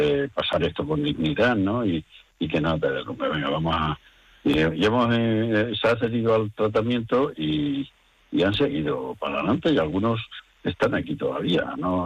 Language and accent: Spanish; Extremadura, Spain; extremeño porque me ha gustado y quiero mucho también a mi pueblo